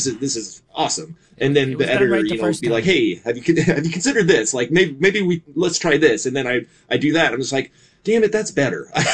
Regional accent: Seal Beach, California, United States; now in Huntington Beach, United States; I grew up in Seal Beach, which is in the district. Currently live in Huntington Beach, which is in the district. So like I've lived here pretty much my entire life.

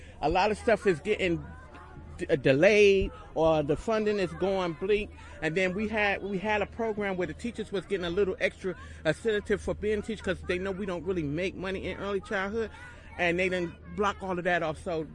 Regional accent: New Jersey, United States; also born or lived in Manhattan, New York; now in North Carolina, United States; But see, I'm not from North Carolina. I was raised in Jersey, between Jersey and Manhattan, New York.

